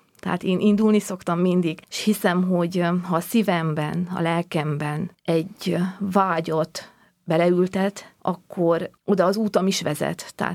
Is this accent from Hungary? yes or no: no; Transylvania, Romania; Erdélyből származom